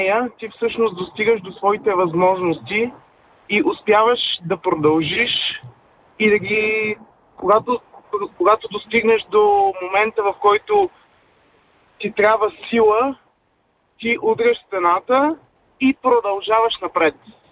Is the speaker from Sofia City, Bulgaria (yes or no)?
no; Yambol, Yambol Province, Bulgaria; съм от Ямбол.